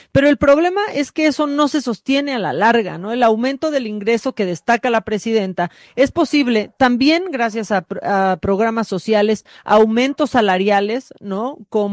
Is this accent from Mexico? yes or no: yes; Mexico; Somos los mexicanos los que hacemos grande a México